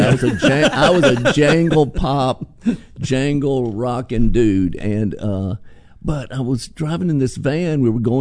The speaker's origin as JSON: {"language": "English", "region": "Alabama", "country": "United States", "tie": "born or raised there", "said": "Because my whole growing up in Alabama is my folks like country music"}